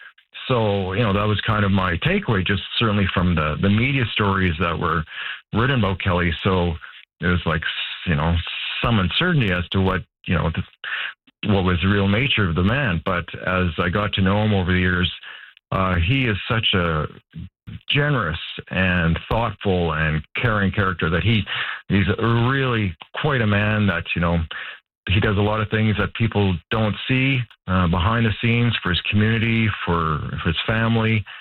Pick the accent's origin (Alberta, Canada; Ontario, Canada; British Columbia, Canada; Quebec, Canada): Alberta, Canada; Calgary; I grew up in Calgary